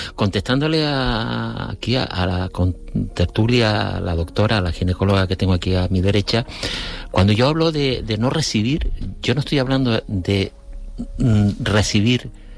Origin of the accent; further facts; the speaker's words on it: La Orotava, Canary Islands, Spain; Los dos somos de la Orotava.